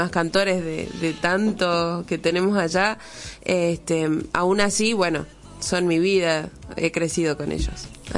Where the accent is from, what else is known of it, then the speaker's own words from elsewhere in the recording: Salta, Argentina; Yo soy de Salta Capital